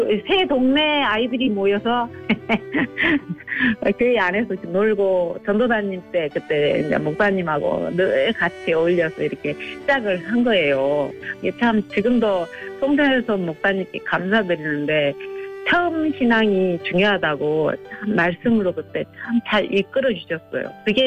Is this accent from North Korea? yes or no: no; Suncheon, South Jeolla, South Korea; 제가 순천 사람입니다.